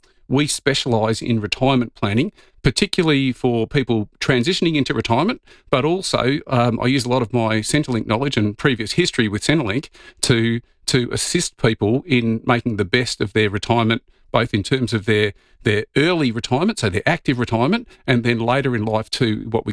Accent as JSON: {"language": "English", "region": "Victoria", "country": "Australia", "moved": "as an adult", "lives_now": "South Australia, Australia", "said": "And I moved over to South Australia back in 2002. I'm originally from Victoria"}